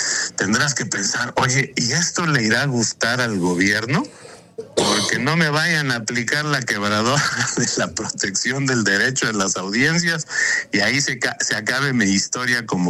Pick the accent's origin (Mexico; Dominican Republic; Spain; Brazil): Mexico; quienes somos simplemente mexicanas y mexicanos.